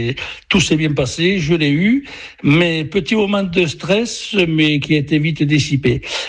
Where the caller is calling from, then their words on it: Occitanie, France; Bonjour, ici Occitanie.